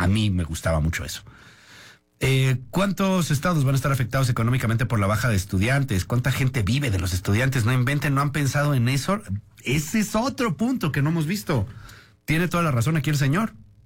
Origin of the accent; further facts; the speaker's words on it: Ensenada, Baja California, Mexico; Soy de Ensenada, Baja California.